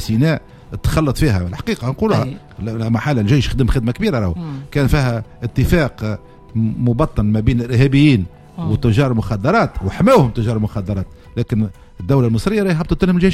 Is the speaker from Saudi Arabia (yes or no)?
no; Tunisia; احنا كمجتمع تونسي